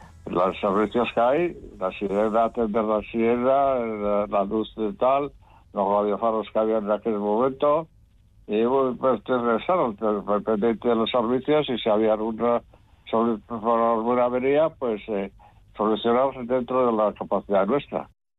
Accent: Machichaco, Basque Country, Spain; O sea que ahí he nacido, y bueno, pues después era normal para mí. Era un sitio donde yo había tenido mi niñez y mi juventud

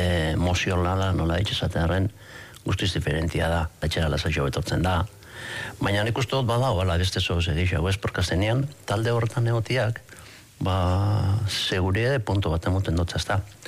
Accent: Bergara, Basque Country, Spain; Bergaratik nator, Markelen aita naiz.

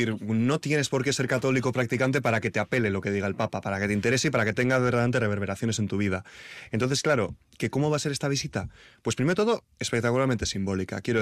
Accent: Basque Country, Spain; Además, para nosotros como vascos también tiene una significancia.

